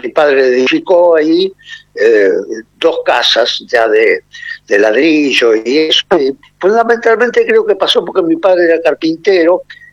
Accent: Avellaneda, Buenos Aires Province, Argentina; born there; Yo nací en Avellaneda, sí.

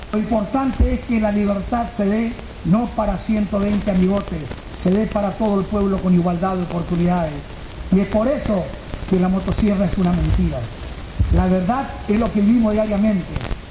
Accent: Misiones, Argentina; todos los misioneros y especialmente los Iguazú tenemos el coraje, la pasión para seguir siendo más argentinos que nunca

